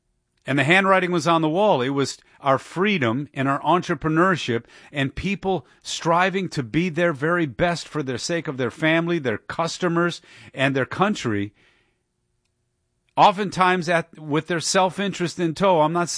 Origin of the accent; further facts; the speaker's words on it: Dearborn, Michigan, United States; and that's the Islamists from my hometown of Dearborn